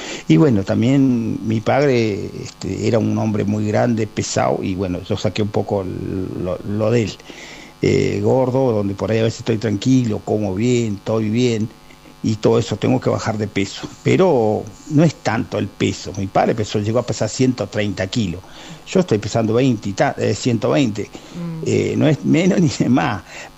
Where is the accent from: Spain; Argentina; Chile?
Argentina; como buen argentino, como buen paisano